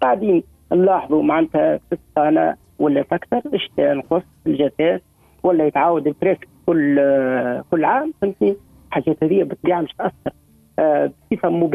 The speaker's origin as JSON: {"language": "Arabic", "country": "Tunisia", "said": "احنا تونس بلاد صغيرة"}